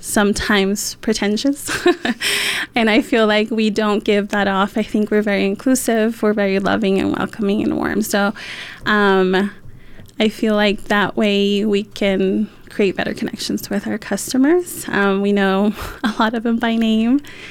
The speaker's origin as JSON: {"language": "English", "region": "Utah", "country": "United States", "tie": "born or raised there", "said": "I was raised in Utah County"}